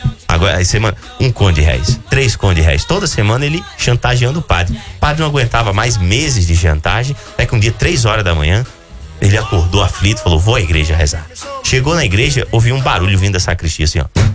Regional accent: Rio Grande do Norte, Brazil; É uma expressão potiguar da minha terra, por óbvio, né? Do Rio Grande do Norte.

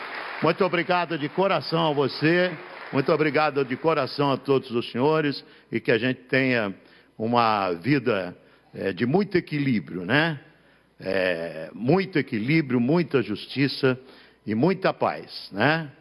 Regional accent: Sorocaba, São Paulo, Brazil; now in São Paulo, Brazil; Sou sorocabano, sou de Sorocaba, sou paulista, e tenho orgulho de ter recebido dessa, aqui de São Paulo, o título de cidadão paulistano também.

